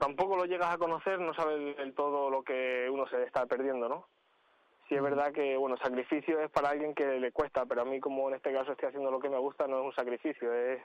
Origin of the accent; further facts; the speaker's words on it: Cáceres, Extremadura, Spain; also born or lived in Arenas de San Pedro; Bueno, sí, yo soy nacido en Arenas, aunque con un año me vine a vivir a Cáceres, pero mantengo raíces en los dos lados